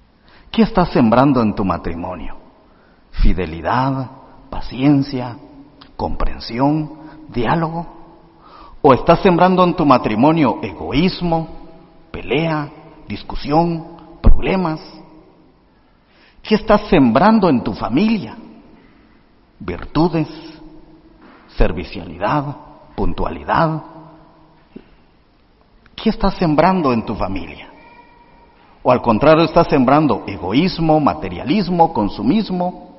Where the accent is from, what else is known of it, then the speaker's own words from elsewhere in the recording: Guatemala; Yo soy de Guatemala y en la parroquia donde estoy sirviendo tenemos 110 monaguillos, una cantidad pues muy considerable para un pueblo de casi 60.000